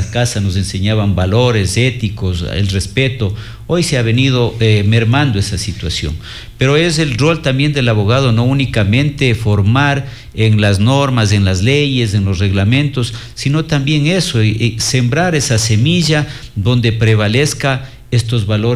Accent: Ecuador

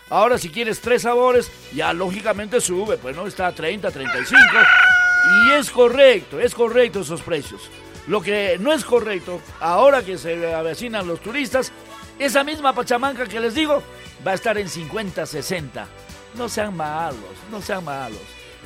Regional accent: Huancayo, Junín, Peru; Nosotros mismos, huancaínos.

